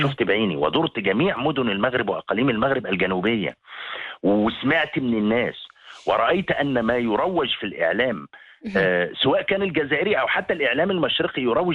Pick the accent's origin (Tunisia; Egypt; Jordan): Egypt; منطقة عندنا في مصر كيلومتر في كيلومتر عاملين عليها مشكلة مع السودان وبنسكت عنها